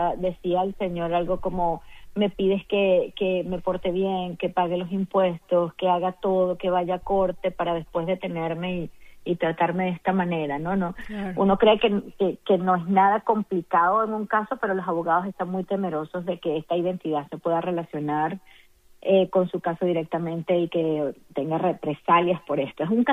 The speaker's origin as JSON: {"language": "Spanish", "country": "Venezuela", "lives_now": "Doral, United States", "said": "Más del 40% de los habitantes somos venezolanos, por cierto"}